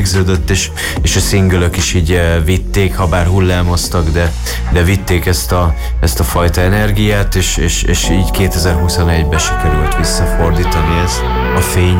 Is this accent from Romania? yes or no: yes; Szeklerland, Romania; egy ős budapestivel ilyen székelyként közreműködni egy globális számon